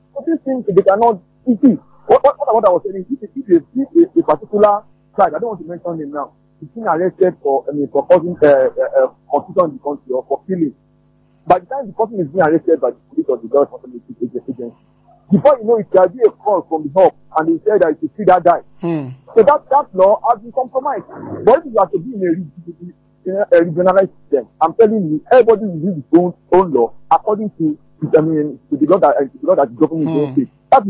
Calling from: Abeokuta, Ogun, Nigeria; calling from Abeokuta.

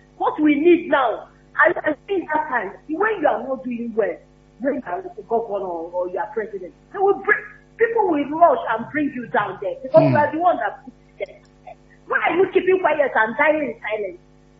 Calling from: Oyo, Nigeria; from Challenge.

